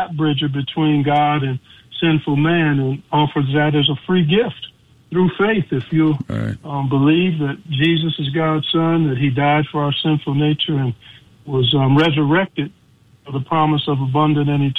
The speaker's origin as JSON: {"language": "English", "town": "Cleveland", "region": "Ohio", "country": "United States", "tie": "born or raised there", "said": "I'm the oldest of five kids. I grew up in Cleveland."}